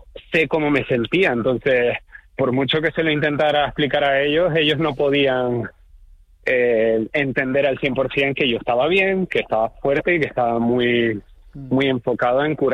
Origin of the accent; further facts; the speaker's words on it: Canary Islands, Spain; moved away; Yo siempre, siempre digo que intento, aunque haya salido de mi isla la llevo siempre conmigo.